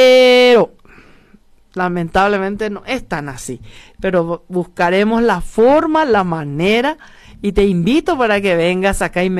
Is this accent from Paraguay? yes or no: yes; Paraguay; Acá somos paraguayos, soy liberal, soy febrerista y soy colorado. Soy de la tribu guaraní que han marginado y con orgullo embajador de mi país.